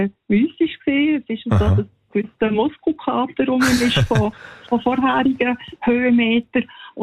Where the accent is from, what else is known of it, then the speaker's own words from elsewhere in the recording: Lucerne, Switzerland; Ja, mein Musikwunsch ist von … weil wir sind Luzerner und … ist ein Luzerner.